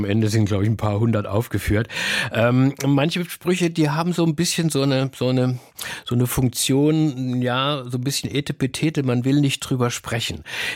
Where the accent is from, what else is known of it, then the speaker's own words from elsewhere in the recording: Baden-Württemberg, Germany; Ah ja, wissen Sie, ich komme aus dem Dorf in Baden-Württemberg